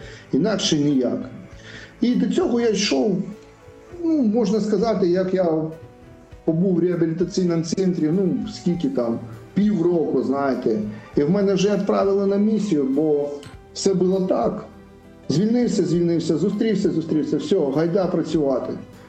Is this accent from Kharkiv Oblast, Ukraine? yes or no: no; Crimea, Ukraine; born there; І я сам теж, сам теж переселенець. Чого? Бо я народився в Криму, от, дружина моя з Херсонської області